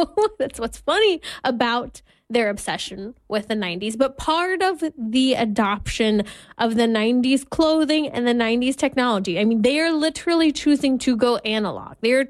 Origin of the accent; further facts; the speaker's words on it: California, United States; I'm a native Californian. I've seen, even since my childhood, the change in my home state